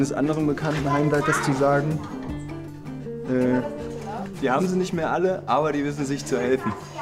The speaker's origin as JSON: {"language": "German", "town": "Frankfurt", "region": "Hesse", "country": "Germany", "moved": "yes", "lives_now": "Bremen, Germany", "said": "Ursprünglich komme ich genauso wie Annie aus Frankfurt und jetzt mit der Familie seit 8 Jahren, glaube ich, in Bremen."}